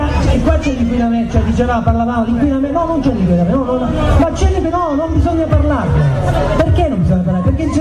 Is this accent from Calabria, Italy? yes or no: yes; Paola, Calabria, Italy; Almeno io personalmente sono di Paola, non ci vivo tutto l'anno, purtroppo. Ringrazio gli imprenditori del nord, no? Per tutto quello che stanno facendo, cioè grazie alle loro storie, noi di Calabria